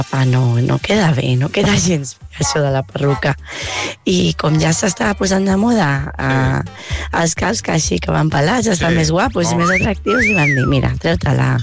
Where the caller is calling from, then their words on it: Sitges, Catalonia, Spain; de Sitges.